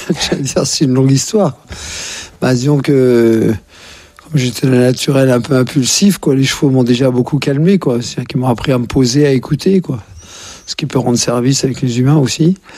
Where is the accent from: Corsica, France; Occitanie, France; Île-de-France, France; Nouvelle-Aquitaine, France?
Île-de-France, France; Courbevoie; born there; je suis né à Courbevoie, donc c'est pas une région, comme chacun sait, qui ne pullule pas de chevaux.